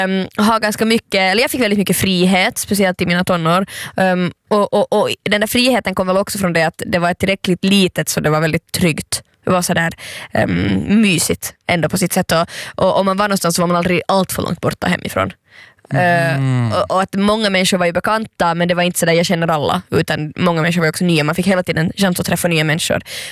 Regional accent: Vaasa, Ostrobothnia, Finland; moved away; Jag tyckte att min uppväxt i Vasa var jättefin.

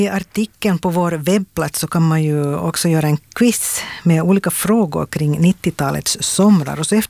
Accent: Karis, Uusimaa, Finland; Men jag rörde mig liksom mer i Karis, kanske jag är från Ingosjäll. Och eftersom jag gick i skola i Karis, då högstadiet, gymnasiet

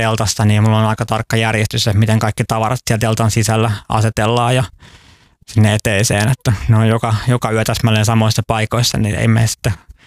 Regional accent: Helsinki, Uusimaa, Finland; Länsi-Helsingistä.

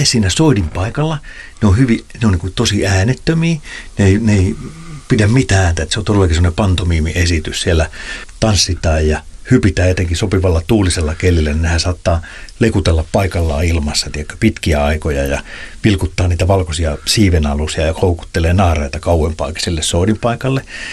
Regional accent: Pori, Satakunta, Finland; Mä muistan 80-luvulla, niin kun mä olen Porista kotoisin, niin siellä oli vielä suokukkoja soittimia.

